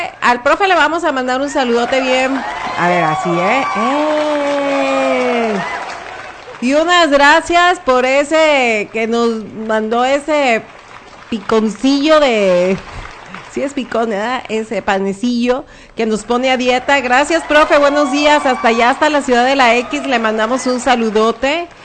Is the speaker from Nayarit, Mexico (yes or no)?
yes; Nayarit, Mexico; somos nayaritas y mexicanos, somos bien chambeadores.